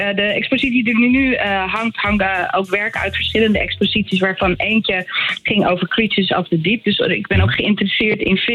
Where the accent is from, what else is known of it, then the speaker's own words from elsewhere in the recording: Zandvoort, North Holland, Netherlands; now in Bakkum, Netherlands; ik ben in Zandvoort opgegroeid en niet in een gewone staat, maar wij woonden in het Duin.